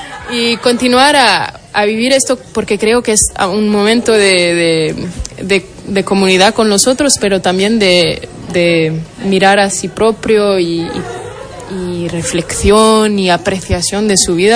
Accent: Portugal; Spanish is a second language; Gracias, sí, bueno, siendo portuguesa no es muy difícil para mí, de verdad

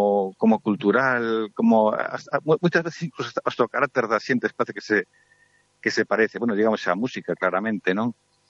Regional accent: Galicia, Spain; Temos que decir que, os galegos non somos celtas.

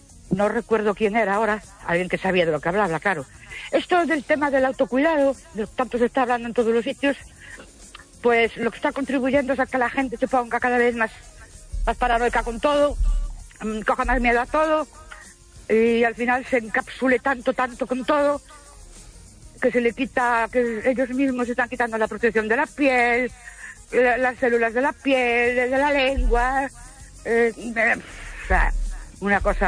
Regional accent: Ourense, Galicia, Spain; Buenas noches. … de Ourense.

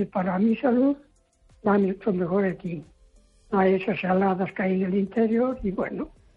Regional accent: Castro de Rei, Galicia, Spain; born there; moved away as an adult; now in Foz, Spain; yo nací en Caso de Rey, en Tierra Llana

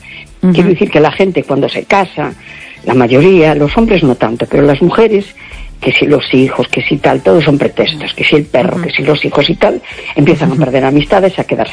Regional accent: A Coruña, Galicia, Spain; Hola, buenas noches … de La Coruña.

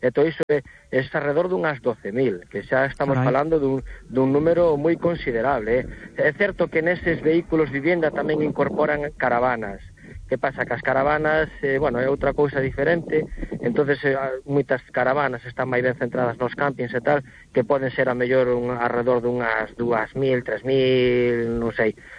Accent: Redondela, Galicia, Spain

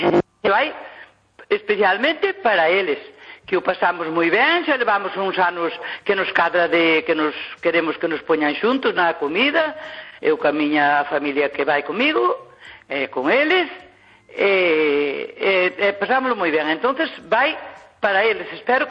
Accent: Teo, Galicia, Spain; now in Santiago de Compostela, Spain; E eu, como era da lá de Teio, pois ainda me tira algo para lá, a pesar de que levo 50 e moitos anos en Santiago

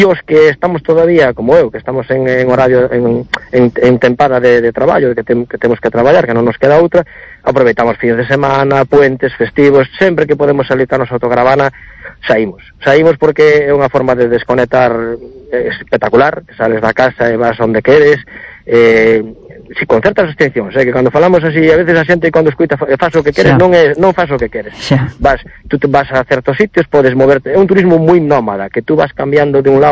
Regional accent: Redondela, Galicia, Spain; Eu son de Redondela

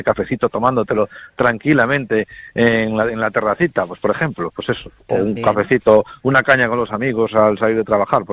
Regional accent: Galicia, Spain; nos explicó Galicia en 7 objetos, y yo salí de esa conferencia pensando, joder, qué bonita es mi tierra, cuántas cosas tenemos

